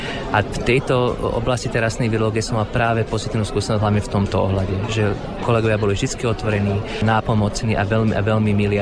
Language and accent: Slovak; Trnava, Trnava Region, Slovakia; Nechcem predbiehať, ale sú to v okolnosti v mojom rodnom meste Trnave.